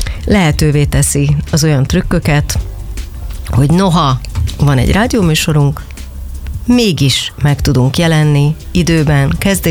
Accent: Budapest, Hungary; én ezen a környéken nőttem föl, tulajdonképpen egy utcával alatta

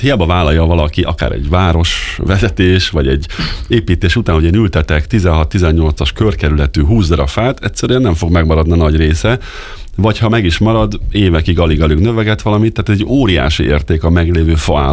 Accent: Cegléd, Pest, Hungary; moved away as an adult; now in Pilisszentkereszt, Hungary; én ceglédi vagyok eredetileg

